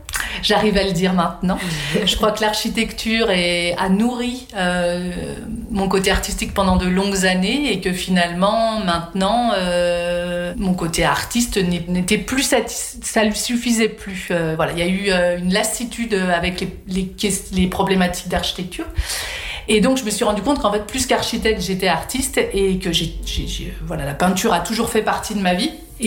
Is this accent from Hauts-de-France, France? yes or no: no; Lyon, Auvergne-Rhône-Alpes, France; born or raised there; moved away as an adult